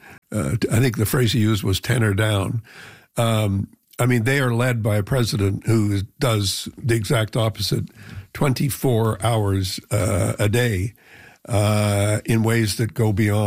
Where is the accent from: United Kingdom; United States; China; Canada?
Canada; as a Canadian diplomat